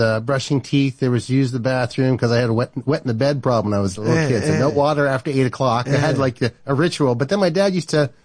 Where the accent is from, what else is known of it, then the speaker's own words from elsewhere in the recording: Brazil; I grew up in Brazil, so lots of soccer growing up